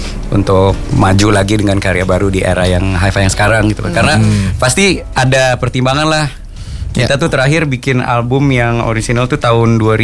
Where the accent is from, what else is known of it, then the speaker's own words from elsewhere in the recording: Java, Indonesia; accent: Sundanese; sebagai orang Jawa. Tapi logatnya